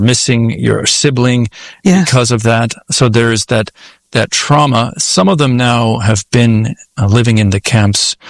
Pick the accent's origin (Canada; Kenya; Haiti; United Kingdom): Kenya; I grew up in Kenya in East Africa.